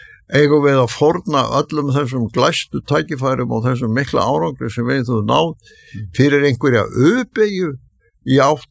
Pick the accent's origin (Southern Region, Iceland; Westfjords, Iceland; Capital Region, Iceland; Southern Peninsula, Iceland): Westfjords, Iceland; Þingeyri; Það voru einhver vegir og Dýrafirði í Næstufirði þegar ég var alast upp á Þingri.